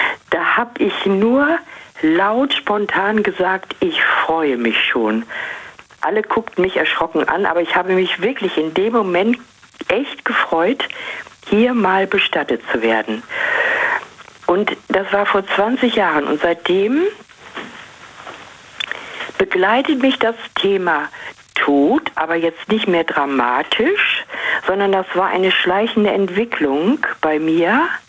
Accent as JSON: {"language": "German", "town": "Vlotho", "region": "North Rhine-Westphalia", "country": "Germany", "tie": "born or raised there", "said": "Ich bin also praktisch wieder zurückgegangen, so einen Schritt in meine Heimat und habe mich da sau wohl gefühlt. Auch wenn ich die Stadt Floto, da bin ich ab und zu mal reingefahren in die Stadt Floto, wo ich auch meine Jugend verbracht habe"}